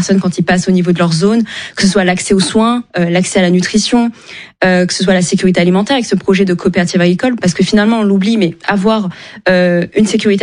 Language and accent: French; Chad; Je suis tchadienne, bien sûr. Mais je n'ai pas la science infuse sur tous les territoires du Tchad